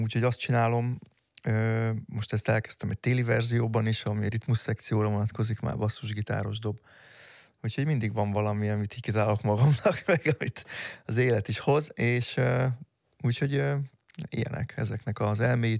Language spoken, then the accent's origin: Hungarian; Hungary; így magyarként